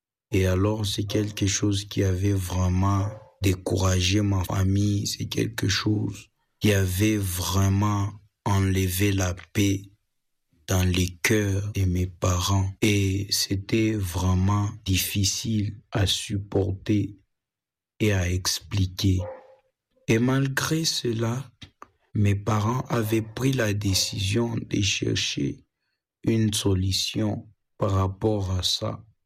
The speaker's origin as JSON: {"language": "French", "town": "Likasi", "region": "Haut-Katanga", "country": "DR Congo", "tie": "born or raised there"}